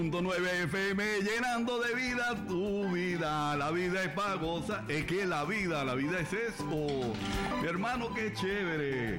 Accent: Venezuela; cuando somos venezolanos.

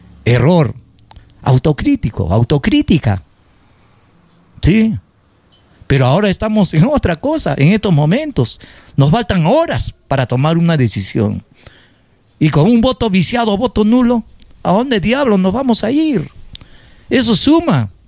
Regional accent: Peru; Soy uno de casi 35 millones de peruanos.

